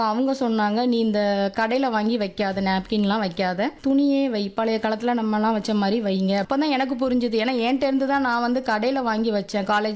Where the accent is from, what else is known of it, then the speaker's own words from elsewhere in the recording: Suthamalli, Tamil Nadu, India; திருநெல்வேலி மாவட்டம் சுத்தமல்லி கிராமத்திலிருந்து வரேன்.